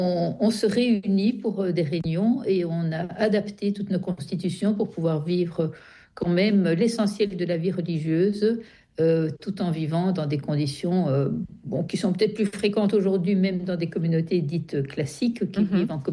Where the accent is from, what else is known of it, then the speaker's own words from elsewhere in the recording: Brussels, Brussels-Capital Region, Belgium; Je suis de Bruxelles.